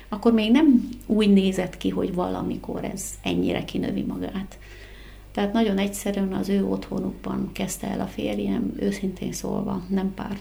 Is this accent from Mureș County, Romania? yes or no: no; Sălaj, Romania; moved away; abban a megyében, ahol én felnőttem, Szilágy megyében